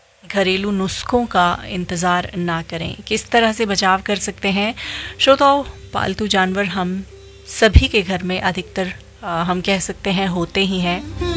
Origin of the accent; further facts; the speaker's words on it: Dharamshala, Himachal Pradesh, India; हम धर्मशाला के वासी हैं, धर्मशाला में रहते हैं